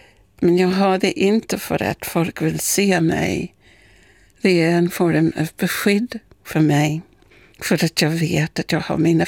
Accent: New Zealand; Swedish is a second language; now in Deje, Sweden; Man ser att jag är någonting annat. Jag är annorlunda. Jag är inte bara en svensk invandrare. Jag har lite utmärkelse genom att jag har ett tatuering på min ansikte.

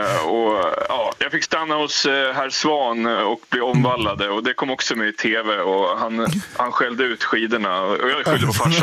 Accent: Norrland, Sweden; Så att jag har åkt skidor och jag kommer upp från Norrland. Jag är född på skidor.

